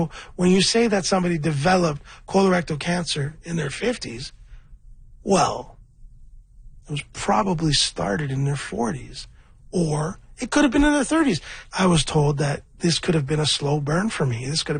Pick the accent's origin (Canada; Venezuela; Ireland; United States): Canada; Scarborough, Ontario; I'm from Scarborough. I'm a rapper.